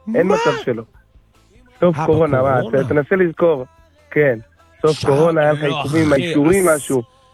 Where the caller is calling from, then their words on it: Jerusalem, Jerusalem District, Israel; אנחנו מירושלים.